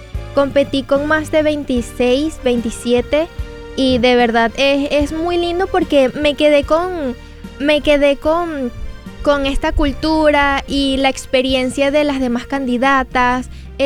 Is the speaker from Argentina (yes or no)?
no; Yaracuy, Venezuela; also born or lived in Lara, Venezuela; Yo nací en el estado Lara, pero yo desde muy pequeña vivo en el estado de Yaracuy.